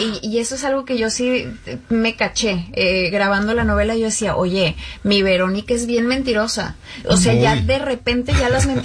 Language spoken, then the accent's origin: Spanish; Mexico; eso que somos como mexicanos.